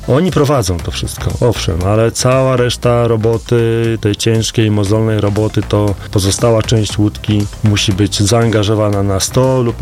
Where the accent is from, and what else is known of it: Biskupiec, Warmian-Masurian Voivodeship, Poland